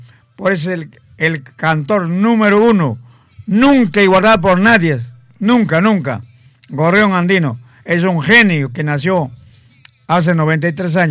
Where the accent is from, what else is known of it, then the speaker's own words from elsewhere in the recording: Parobamba, Ancash, Peru; Yo soy de Parobamba.